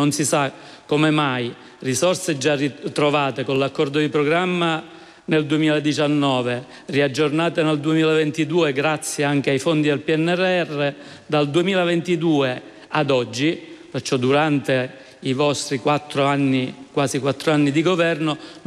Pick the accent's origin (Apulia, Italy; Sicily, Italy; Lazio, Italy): Sicily, Italy; io da siciliano, da rappresentante, da parlamentare di quei territori